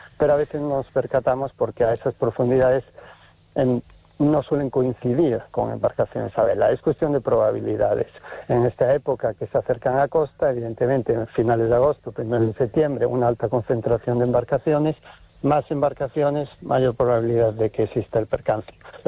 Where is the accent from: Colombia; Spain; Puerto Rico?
Spain; Galicia; Se escogió desde el año 2014 que estamos en Galicia. Yo soy gallego